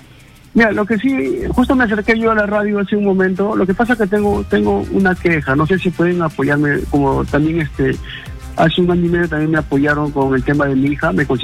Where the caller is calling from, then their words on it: Lima, Peru; yo estoy llamando de cerca de la radio, pero vivo en Villa María.